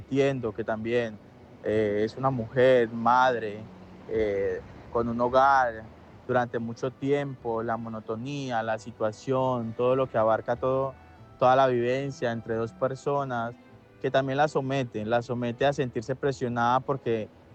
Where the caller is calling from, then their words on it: Colombia; Estoy bien escuchando el programa. Realmente, bueno, soy colombiano primero que todo. Tengo 30 años.